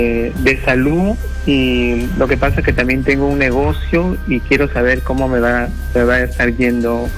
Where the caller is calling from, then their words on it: Huarmey, Ancash, Peru; De Guarmey.